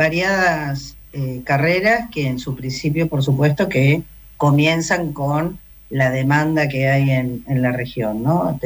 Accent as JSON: {"language": "Spanish", "town": "Rosario", "region": "Santa Fe", "country": "Argentina", "tie": "born there", "also_born_or_lived": "Patagonia / Caleta Olivia", "moved": "as an adult", "lives_now": "Santa Cruz, Argentina", "said": "Sí, yo soy nacida en Rosario, ahí hice mis primeros estudios de profesorado de matemática y física, Y luego, cuando ya me vine para la Patagonia, ya por el 95, ya he vivido más tiempo en la Patagonia que en Rosario"}